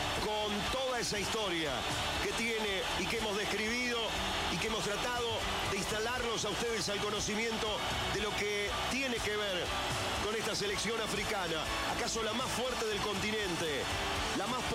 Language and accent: Spanish; Argentina